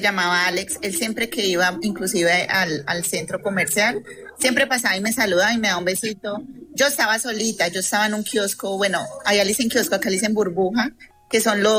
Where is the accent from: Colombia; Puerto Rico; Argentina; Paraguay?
Colombia; Tuluá, Valle del Cauca; Bueno, yo desde niña, yo soy de Tuluá Valle.